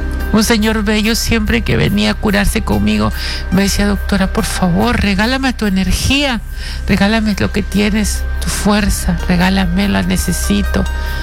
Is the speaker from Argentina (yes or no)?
no; Peru; moved away; Dios me ha dado este regalo de estar nuevamente en mi país y poder compartir con mi Perú, con la gente linda.